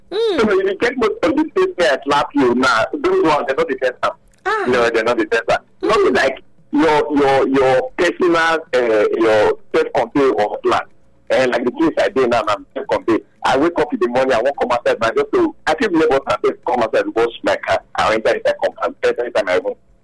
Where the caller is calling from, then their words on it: Nigeria; I'm calling from Mangoros.